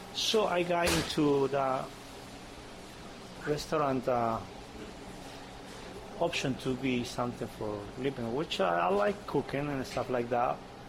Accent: Peru; moved away as an adult; now in Albany, United States; Well, I came from Peru about 35, 37 years ago, if I'm not mistaken, back in 1990. Well, I came here, and at that time I was like 19, 20 years old.

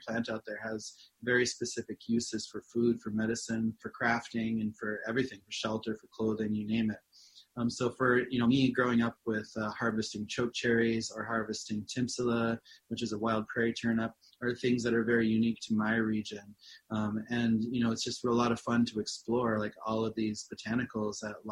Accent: South Dakota, United States; So for my area where I grew up in South Dakota, you know, the Lakota, we were utilizing a lot of game meat.

